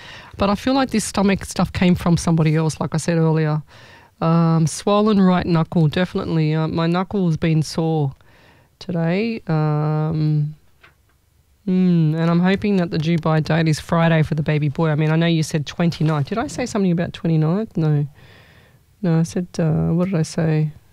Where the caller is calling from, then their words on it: Sydney, New South Wales, Australia; Hey, how are you, beautiful? I'm from Sydney.